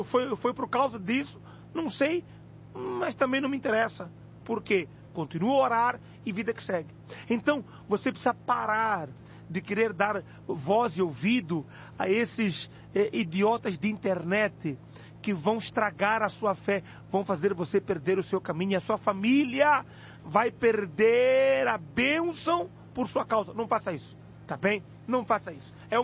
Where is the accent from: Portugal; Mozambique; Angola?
Mozambique; moved away as an adult; now in Brazil; Eu já sofri racismo na igreja, em Moçambique, na minha terra.